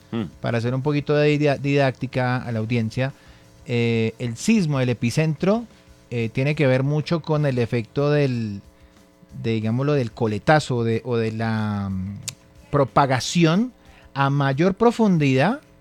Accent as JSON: {"language": "Spanish", "country": "Colombia", "said": "nosotros como colombianos"}